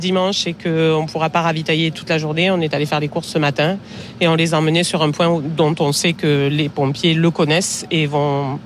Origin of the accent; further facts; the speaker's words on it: Cabasse, Provence-Alpes-Côte d'Azur, France; Oui, moi je suis donc de Cabas, c'est un village plus au sud